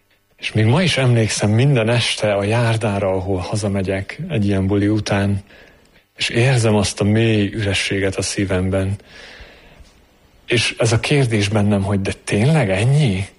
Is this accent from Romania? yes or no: yes; Transylvania, Romania; also born or lived in England; now in Hungary; Erdélyben születtem és nevelkedtem, majd Isten 12 éve Angliába vezetett, és most 2 éve Magyarországon élünk a közösséggel.